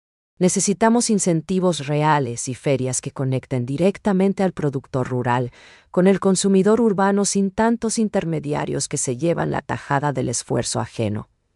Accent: Paraguay; quiénes somos hoy como paraguayos.

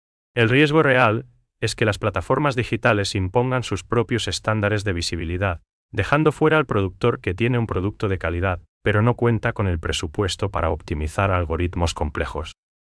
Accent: Paraguay; esa calidez y ese trato humano que nos define como paraguayos.

